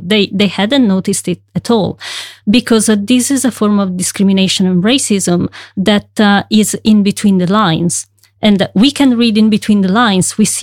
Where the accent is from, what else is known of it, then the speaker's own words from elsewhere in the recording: Italy; now in Norway; I'm originally from Italy.